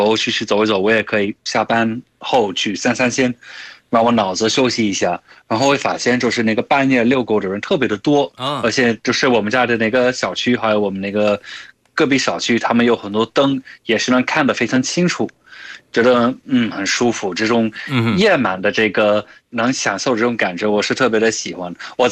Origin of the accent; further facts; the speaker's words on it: United Kingdom; Chinese is a second language; Hey hello， 我是来自英国的